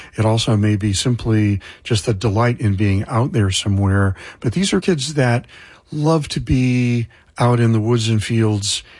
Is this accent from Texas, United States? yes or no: yes; Corpus Christi, Texas, United States; Well, I was born in Corpus Christi, and my parents would take me to the bay pretty often, and we'd go to Padre Island.